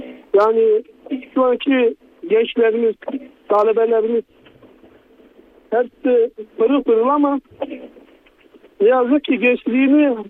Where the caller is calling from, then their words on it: Adana, Turkey; Adana'dan arıyorum